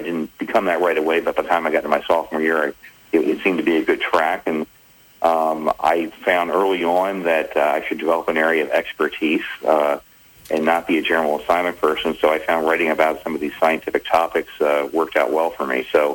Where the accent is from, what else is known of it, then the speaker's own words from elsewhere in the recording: New Jersey, United States; Well, I'm a creature of the Northeast. I was born and raised in New Jersey.